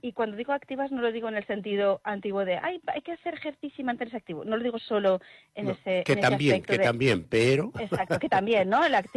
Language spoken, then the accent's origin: Spanish; Spain